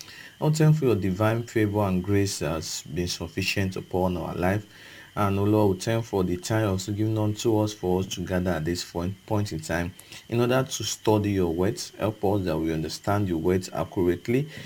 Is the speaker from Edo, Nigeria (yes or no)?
yes; Okada, Edo, Nigeria; from Okada Town, Edo State, Nigeria